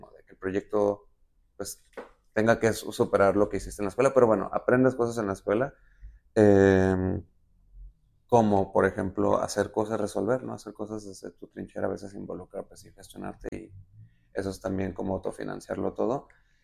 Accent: Tijuana, Baja California, Mexico; now in Guadalajara, Mexico; yo soy de Tijuana

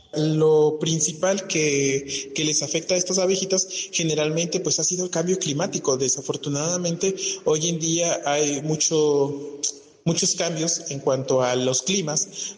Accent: Cuetzalan del Progreso, Puebla, Mexico; born or raised there

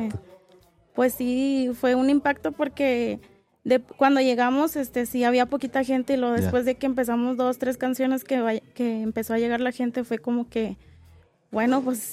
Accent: Juárez, Nuevo León, Mexico; tengo 25 años, toco la guacharaca con el … vengo desde Juárez, Nuevo León.

